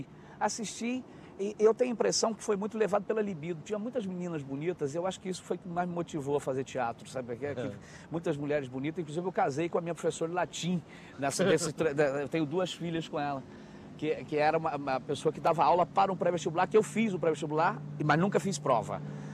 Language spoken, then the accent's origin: Portuguese; Brazil; a gente sendo brasileiro